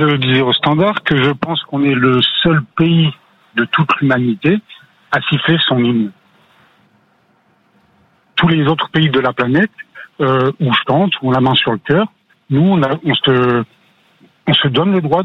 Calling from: Colmar, Grand Est, France; J'appelle de Colmar.

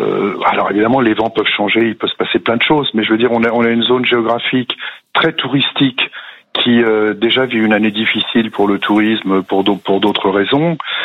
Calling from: Gujan-Mestras, Nouvelle-Aquitaine, France; je ne suis pas dans la zone, je suis à Gujan-Mestras. Gujan-Mestras, c'est une petite ville à côté d'Arcachon, donc sur le côté sud du bassin d'Arcachon.

